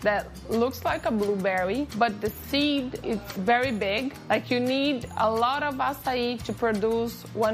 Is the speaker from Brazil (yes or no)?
yes; Brazil; I'm from Brazil.